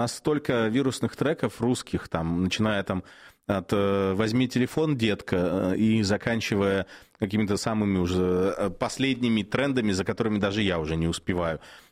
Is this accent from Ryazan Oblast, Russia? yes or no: no; Udmurtia, Russia; moved away; Но я в школе учился в Удмуртии. У нас в классе было татары, было много татар, русские были. Ну, я белорус был.